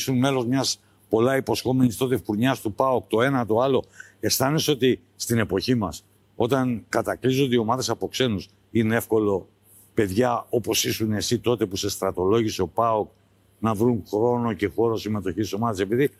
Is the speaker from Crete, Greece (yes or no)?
yes; Crete, Greece; Αυτή τη φορά γίνεται στην πατρίδα μου. Γίνεται εδώ στην Κρήτη.